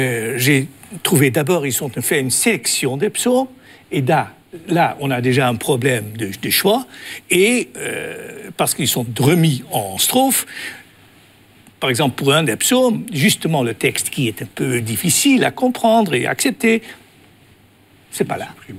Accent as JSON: {"language": "French", "country": "Netherlands", "first_language": "Dutch", "second_language": "French", "said": "Il y a tout, je suis néerlandais."}